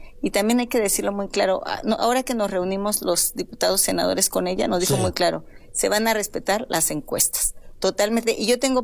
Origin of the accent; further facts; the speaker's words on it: Guerrero, Mexico; había mucha violencia en la Costa Chica. Fuimos desplazados por la violencia y yo me crié en Tierra Caliente, en la Tierra Caliente.